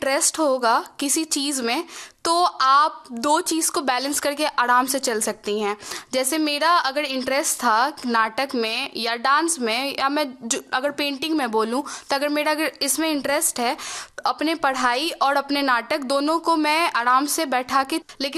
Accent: Madhubani, Bihar, India; first language Maithili; Hindi is a second language; मैं मिथिलांचल से हूँ, मधुबनी

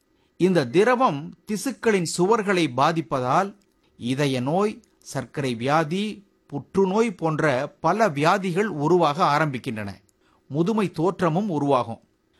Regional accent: Tamil Nadu, India; first language Tamil; நம்ம மாநிலம்தான் தமிழ்நாடுன்னு குறிப்பிடப்படுது.

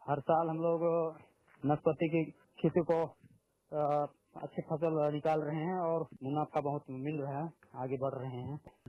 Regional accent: Jashpur district, Chhattisgarh, India; मैं छत्तीसगढ़ के जशपुर जिले से मनोरा ब्लॉक से हूँ। मेरा गांव है धसमा।

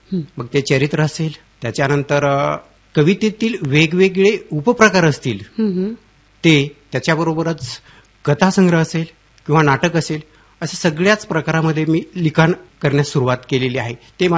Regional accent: Godgaon, Maharashtra, India; born or raised there

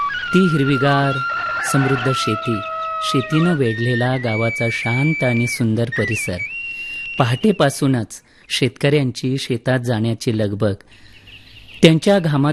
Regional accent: Dhavalgaon, Maharashtra, India; माझं गाव अहिल्यानगर जिल्ह्यातील श्रीगोंदा तालुक्यातलं ढवळगाव।

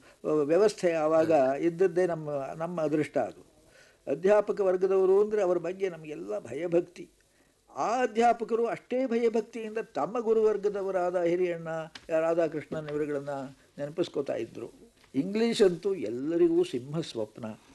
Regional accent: Keralapura, Karnataka, India; ಹುಟ್ಟೂರು ಕೇರಳಾಪುರ, ಅಕ್ಕಲಗೂಡು ತಾಲೂಕು, ಹಾಸನ ಜಿಲ್ಲೆ.

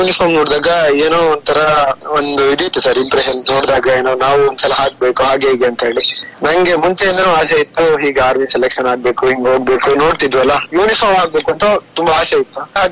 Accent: Shivamogga district, Karnataka, India; ನಾನು ಮೂಲತಃ ಶಿವಮೊಗ್ಗ ಜಿಲ್ಲೆ ಶಿವಮೊಗ್ಗ ತಾಲೂಕಿನ ಬ್ಯಾಲ್ಡೋಳ ಎಂಬಂತಹ ಗ್ರಾಮದಲ್ಲಿ ನಾನು ಜನಿಸಿರ್ತೇನೆ.

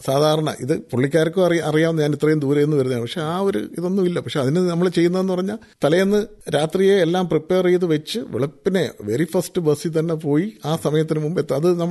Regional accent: Kalluvathukkal, Kerala, India; ഞാൻ കല്ലുവാതുക്കൽ എന്ന് പറഞ്ഞ വില്ലേജിൽ നിന്നാണ് വരുന്നത്.

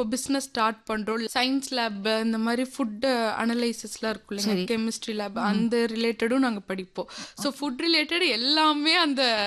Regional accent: Vellakoil, Tamil Nadu, India; born there; also born or lived in Tiruchengode; நான் பிறந்த ஊர் வந்து வெள்ளக்கோயிலுங்க. ஸ்கூல் எல்லாமே வந்து எஸ்கேவில படிச்சேன், திருச்செங்கோடுங்க. காலேஜ் வந்து அவினாசிலிங்கம் காலேஜ்ல படிச்சேங்க. யூஜி பிஜி ரெண்டுமே வந்து நான் அவினாசிலிங்கம்ல தான் படிச்சேங்க.

